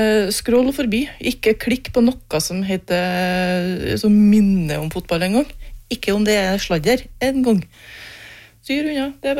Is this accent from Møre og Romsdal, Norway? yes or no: no; Meråker, Trøndelag, Norway; fordi at oppe i Meråker, der jeg kommer ifra